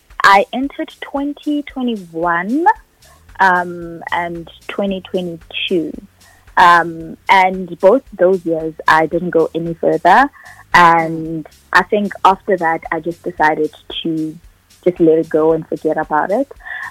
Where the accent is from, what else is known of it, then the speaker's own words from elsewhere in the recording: Tembisa, Gauteng, South Africa; I think the passion started when I was staying in Tembisa. I was born in Tembisa, and I grew up in Tembisa for quite a few years. And due to some unforeseen circumstances, I had to move in with my aunt and uncle in the suburbs